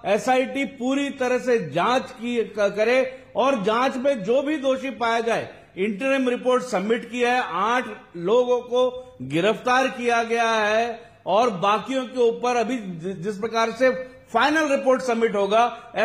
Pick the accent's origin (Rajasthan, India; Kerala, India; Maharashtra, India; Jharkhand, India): Kerala, India; मैं केरल का रहने वाला हूँ